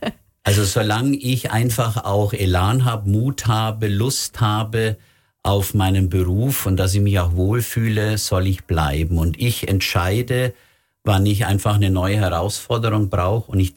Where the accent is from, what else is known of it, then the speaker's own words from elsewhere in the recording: Greisbach, Bavaria, Germany; Und meine Heimat ist ja ursprünglich in Nordschwaben, in Greisbach. Da leben meine Eltern, in Donauwörth meine Schwester mit Familie.